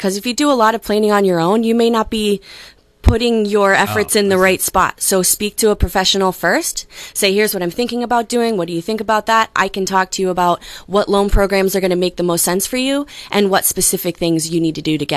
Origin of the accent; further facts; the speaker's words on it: Zionsville, Indiana, United States; moved away as an adult; also born or lived in Nashville, Tennessee; now in Brooklyn, Connecticut, United States; grew up in Zionsville, went to Nashville, Tennessee for college, married a musician, stayed there. So, we were in Nashville about 9 years. And then we ended up here about 11 years ago, because I've got family here. My family roots are here. So yeah, all my dad's side of the family is here.